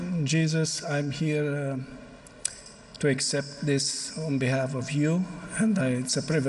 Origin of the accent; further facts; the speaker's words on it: Romania; English is a second language; First of all, I'm from Romania. Where is that, right? Then I was raised as an atheist.